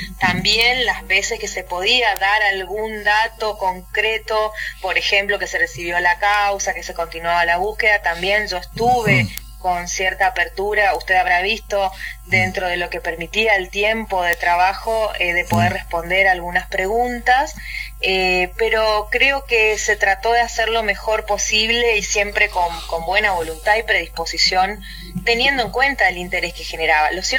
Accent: Santa Lucía, Corrientes, Argentina; Yo soy de Santa Lucía, una localidad muy cerca de Goya.

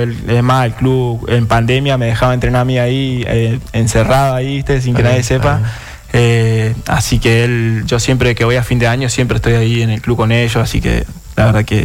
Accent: Sáenz Peña, Chaco, Argentina; Sí, bueno, yo soy de Sáenz Peña, me fui a Colón. Estuve 9 años en Colón, hice todas las inferiores

